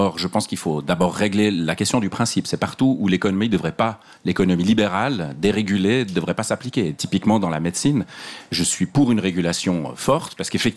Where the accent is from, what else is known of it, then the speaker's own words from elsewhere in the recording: Switzerland; en tant que Suisse.